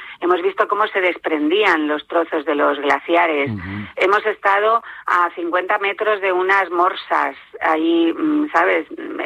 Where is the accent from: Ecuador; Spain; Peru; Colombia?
Spain; Nosotros somos los únicos españoles, pero hay mexicanos, hay gente de todas partes del mundo.